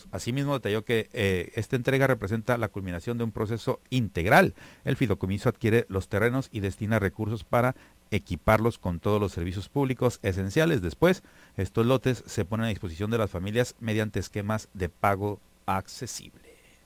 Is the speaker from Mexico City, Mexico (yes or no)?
no; Tijuana, Baja California, Mexico; Para los que somos de Tijuana, el primer Infonavit que construyeron aquí en México, está en Baja California, está en Tijuana